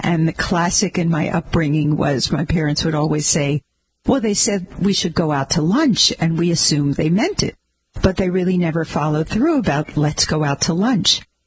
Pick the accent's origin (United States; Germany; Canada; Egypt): Egypt; And when you hear that I'm from Egypt, you expect me to perhaps have a different view or a different accent or a different complexion.